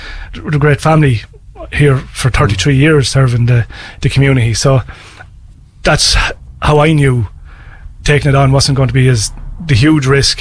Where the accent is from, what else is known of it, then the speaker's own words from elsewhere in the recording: Ireland; I'm in this parish all my life, so I've always considered myself, you know, I'm Killoran, yes. And when you put on a GAA jersey, you are a Killoran and you battle, but I'm from Killy. I'm living in Killy now